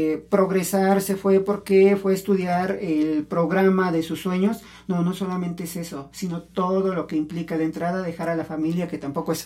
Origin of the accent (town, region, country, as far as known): Mexico; first language Spanish